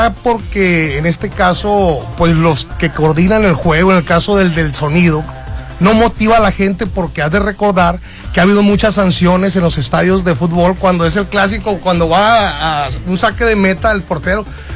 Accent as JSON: {"language": "Spanish", "country": "Mexico", "said": "así somos los mexicanos."}